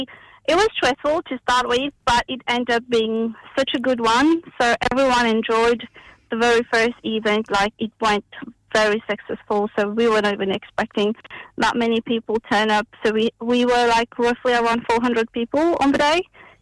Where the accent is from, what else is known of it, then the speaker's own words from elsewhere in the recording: Melbourne, Victoria, Australia; moved away as an adult; now in Brisbane, Australia; So I'm really from Melbourne. So we just moved to Brisbane 3 years ago.